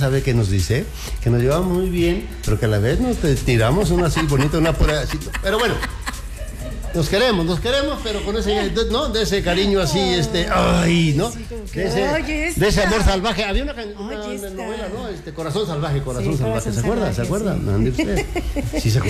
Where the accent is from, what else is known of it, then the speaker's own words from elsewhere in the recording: Guerrero, Mexico; yo soy hijo putativo de Guerrero, a los 40 días de nacido estuve yo en el hermoso estado de Guerrero